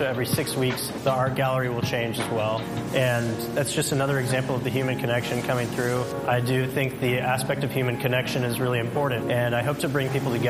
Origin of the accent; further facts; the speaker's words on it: Houston, Texas, United States; also born or lived in Seattle, United States; I grew up in Houston, Texas. I actually went to University of Houston Bauer School of Business and I studied supply chain management. I moved to Seattle, Washington upon graduating and I worked for Amazon Fulfillment.